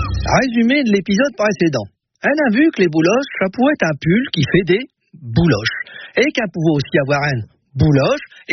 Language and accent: French; Hauts-de-France, France; par chez nous, dans le Nord et le Pas-de-Calais